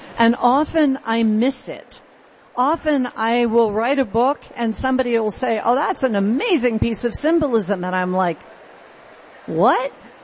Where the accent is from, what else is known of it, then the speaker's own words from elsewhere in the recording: Tennessee, United States; When I was growing up in Tennessee, my stepfather believed that it wasn't safe to be out without a gun.